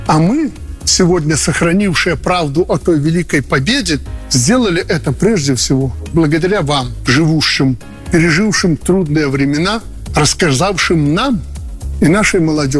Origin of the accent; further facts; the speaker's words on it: Belarus; Мы, белорусы, будем жить, любить и стремиться к новым трудовым свершениям.